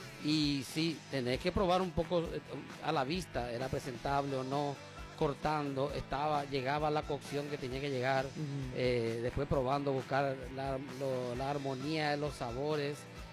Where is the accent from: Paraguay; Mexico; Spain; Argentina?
Paraguay; Soy paraguayo, yo hablo perfecto.